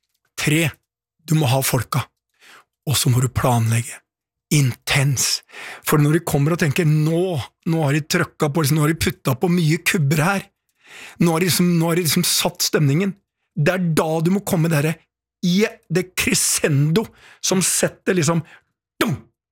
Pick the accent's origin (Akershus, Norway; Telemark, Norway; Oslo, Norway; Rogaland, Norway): Telemark, Norway; Porsgrunn; vi er fra Porsken begge